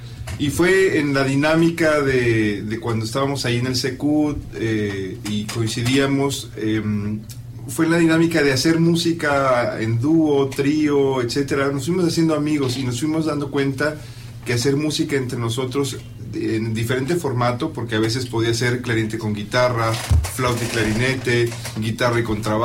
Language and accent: Spanish; Mexico City, Mexico; now in Tijuana, Mexico; Y yo llegué de la Ciudad de México, del barrio de Coyoacán.